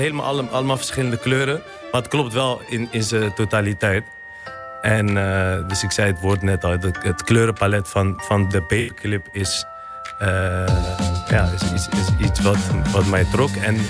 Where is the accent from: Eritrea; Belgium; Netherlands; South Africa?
Eritrea; moved away; Dus ik kom zelf uit Eritrea, daar drinken we heel veel koffie.